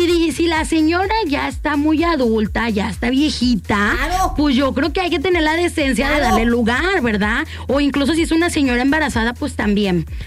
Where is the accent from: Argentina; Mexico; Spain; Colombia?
Mexico; Altamira, Tamaulipas; yo también soy de Altamira. Orgullosamente soy altamirense, igual que la More.